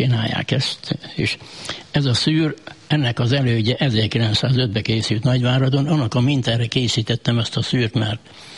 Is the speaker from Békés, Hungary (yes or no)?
yes; Dévaványa, Békés, Hungary; Igen, ezen részen születtem, itt volt a nagyapámnak a tanyáire